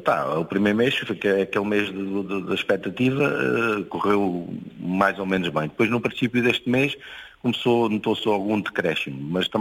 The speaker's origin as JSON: {"language": "Portuguese", "town": "Cadaval", "region": "Lisbon", "country": "Portugal", "said": "Como sabe, eu sou do Conselho do Cadaval e é a zona da Pera Rocha"}